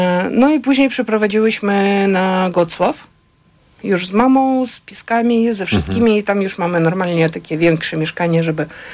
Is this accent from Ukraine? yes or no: yes; Dnipro, Dnipropetrovsk Oblast, Ukraine; born there; Polish is a second language; Urodziłam się w mieście Dnipro, Więc to jest centrum bliżej tak do wschodu Ukrainy.